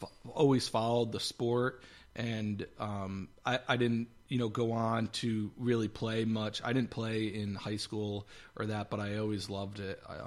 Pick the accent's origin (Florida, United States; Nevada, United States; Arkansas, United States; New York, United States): New York, United States; Catskill; You know, I grew up in Catskill, went to Catskill High, went away to college, came back